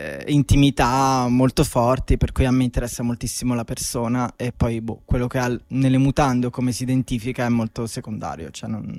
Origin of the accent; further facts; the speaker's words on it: Rome, Lazio, Italy; moved away as an adult; also born or lived in France; now in Turin, Italy; Sono una persona che è nata e cresciuta a Roma, quindi oggi sono a Torino, sono emigrato alla fine anch'io.